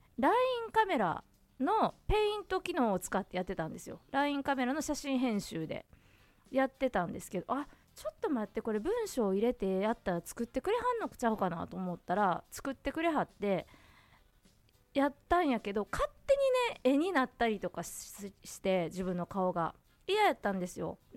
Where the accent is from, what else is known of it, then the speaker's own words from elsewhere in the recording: Kansai, Japan; accent: Kansai dialect; 私が関西弁で聞くからかもしれんけど